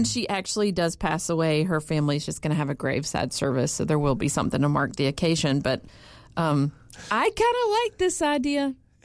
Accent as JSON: {"language": "English", "town": "Macon", "region": "Georgia", "country": "United States", "tie": "born or raised there", "said": "my hometown, Macon, Georgia."}